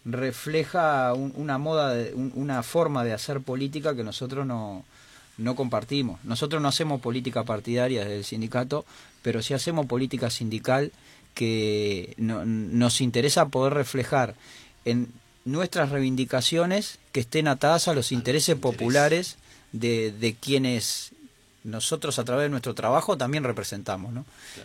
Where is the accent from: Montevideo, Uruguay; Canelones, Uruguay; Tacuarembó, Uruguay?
Montevideo, Uruguay; Yo soy de Montevideo